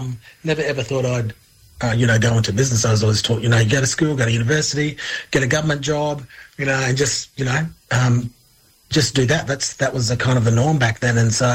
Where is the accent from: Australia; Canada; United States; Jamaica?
Australia; Darwin, Northern Territory; growing up in Darwin, there's lots of, I saw, you know, different Aboriginal people in business.